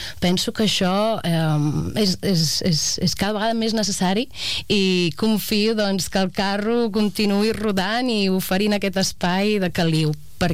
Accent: Catalonia, Spain; Jo he crescut a Bosch, a la Fageda d'en Jordà

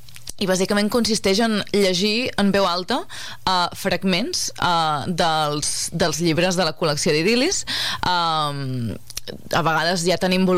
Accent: Cantallops, Catalonia, Spain; jo que soc de Cantallops

